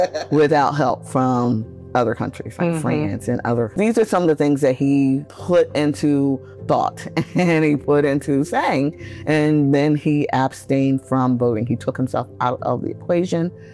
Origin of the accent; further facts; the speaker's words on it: Delaware, United States; I am born and raised in Delaware. So I'm a Delawarean, native Delawarean. I come from a large family on both sides.